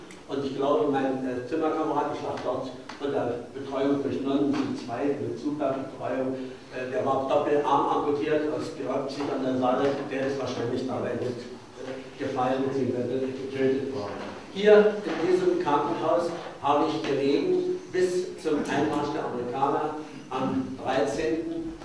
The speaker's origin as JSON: {"language": "German", "town": "Königsberg", "region": "Kaliningrad Oblast", "country": "Russia", "tie": "born or raised there", "said": "Ich habe 1943 in Königsberg, meiner Heimatstadt, das Abitur gemacht"}